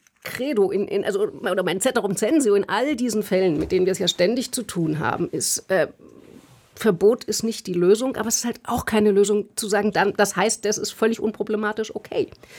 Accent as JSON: {"language": "German", "town": "Frankfurt am Main", "region": "Hesse", "country": "Germany", "said": "Ich komme aus Frankfurt am Main."}